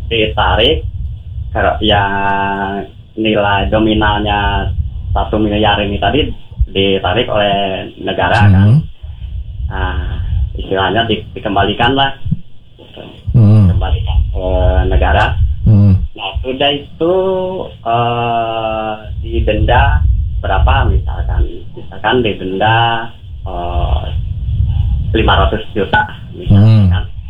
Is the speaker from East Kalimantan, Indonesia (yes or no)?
no; Bengkulu, Indonesia; born there; accent: West Java; Iya, apa namanya, logatnya aja Jawa Barat, lahirnya di Bengkulu.